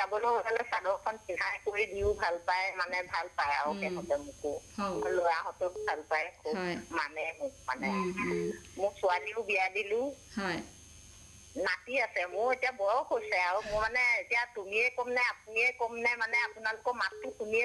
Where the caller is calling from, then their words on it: Borjahapa, Assam, India; বৰজহাপা কৈছিলো, 2 নম্বৰ বৰজহাপা